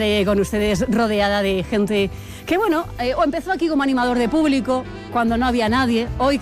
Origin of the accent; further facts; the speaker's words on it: La Roda, Castilla-La Mancha, Spain; Que es que en La Roda se está tan bien en Castilla-La Mancha, se está tan bien en mi pueblo, en Albacete, que para qué cariño voy a ir a verte.